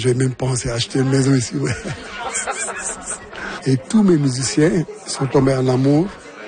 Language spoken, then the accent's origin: French; Senegal; moved away as an adult; now in Ontario, Canada; je suis originaire du Sénégal et puis ça fait 25 ans que je vis au Canada. J'étais venu pour 2 mois et demi et ça fait 25 ans.